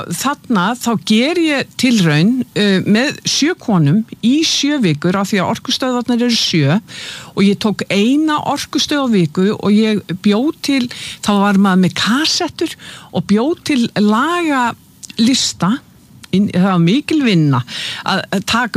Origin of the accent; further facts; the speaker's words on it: Keflavík, Southern Peninsula, Iceland; Ég fætt 1961 þannig að þegar ég að alast upp og sem unglingur og þegar við vorum krakkar ég fætt og uppalinn í Keflavík í Bíklabænum